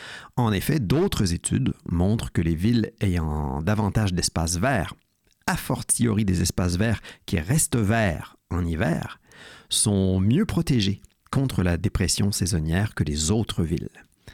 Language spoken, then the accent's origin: French; Quebec, Canada; comme je viens du Québec